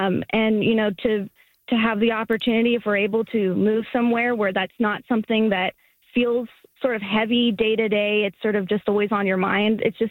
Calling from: Quebec, Canada; I'm from Quebec. My family's from Quebec. We've been here for generations.

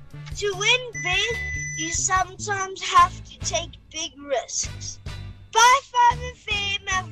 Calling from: Johannesburg, Gauteng, South Africa

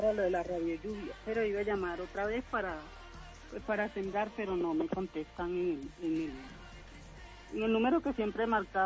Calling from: Bogotá, Colombia; En Bogotá, aquí en Suba.

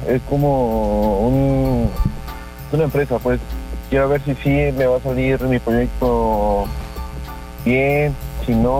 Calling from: Coatepec, Veracruz, Mexico; De Coatepec, Veracruz.

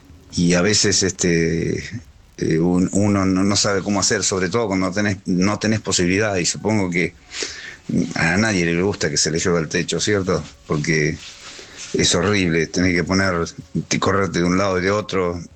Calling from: Puerto Madryn, Chubut, Argentina; de Puerto Madryn.

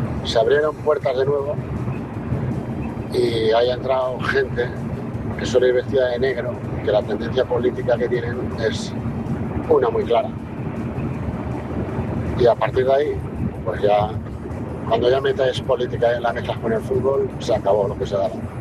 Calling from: Valencia, Valencian Community, Spain; de Benicalada. Buenos días a todos.

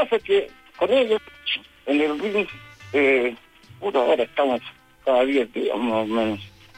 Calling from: Coquimbo, Chile; soy de acá, de la región de Coquimbo, ¿ya? Y acá, bueno, siempre me... he trabajado en la zona acá

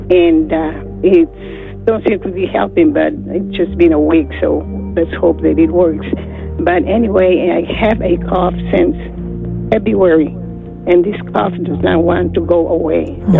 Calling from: Cedar Park, Texas, United States; from Cedar Park, Texas.

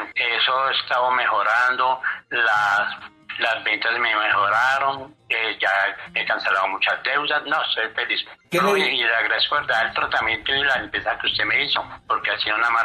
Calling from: Sogamoso, Boyacá, Colombia; lo llamo desde Sogamoso.

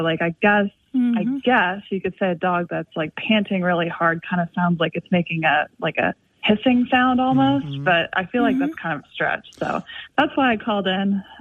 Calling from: Washington, District of Columbia, United States; I'm calling from Washington, D.C.

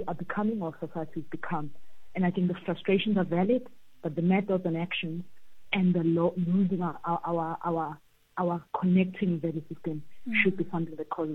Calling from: South Africa

